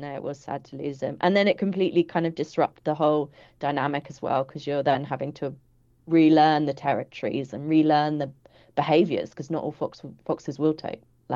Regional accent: England, United Kingdom; moved away; we're English and we're not local.

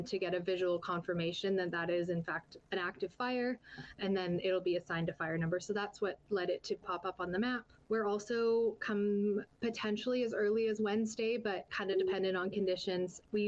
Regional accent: Kamloops, British Columbia, Canada; I'm from Kamloops, and I'm just here for the week

